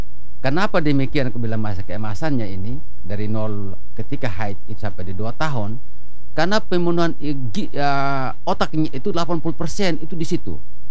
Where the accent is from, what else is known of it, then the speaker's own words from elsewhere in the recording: Sumba, East Nusa Tenggara, Indonesia; kami di Sumba khususnya kami orang Sumba